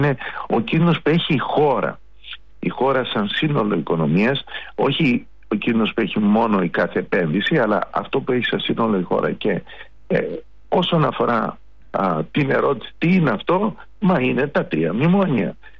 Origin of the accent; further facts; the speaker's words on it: Greece; Δεν έχουμε συνηθίσει ως Έλληνες